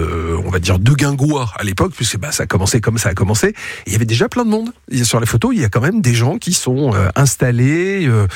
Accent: Hauts-de-France, France; now in Toulouse, France; moi, je suis du Nord. On est des parasites ici à Toulouse.

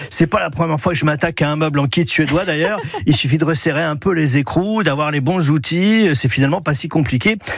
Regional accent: France; moi aussi, je suis Français

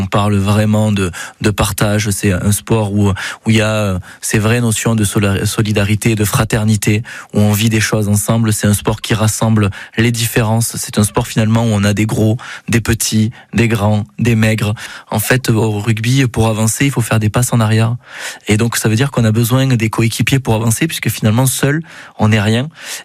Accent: Mende, Occitanie, France; moved away; Je suis né à Mende et j'ai vécu sur le Cosse-Méjean.

